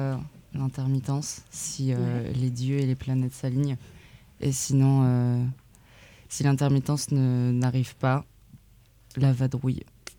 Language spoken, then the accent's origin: French; Caen, Normandy, France; moved away; je viens de Caen.